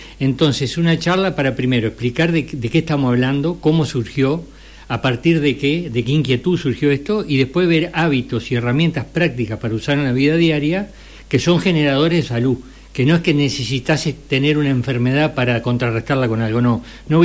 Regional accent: Switzerland; moved away; Yo soy de Suiza

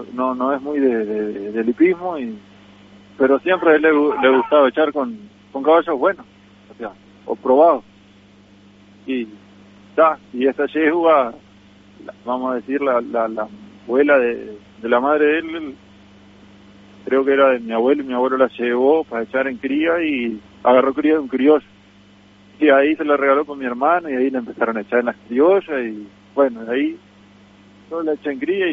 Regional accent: Caraguatá, Tacuarembó, Uruguay; now in Las Toscas, Uruguay; Somos de Caraguatá.

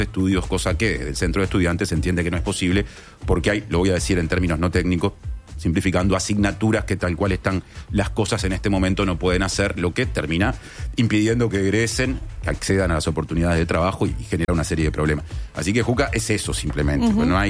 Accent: San José de Mayo, San José, Uruguay; ¿Quiénes somos de San José de Mayo? Maragatas y Maragatos, me aclara.

